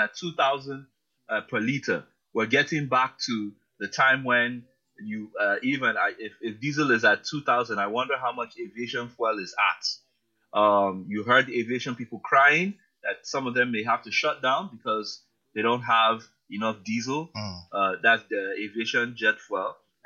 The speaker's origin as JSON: {"language": "English", "country": "Nigeria"}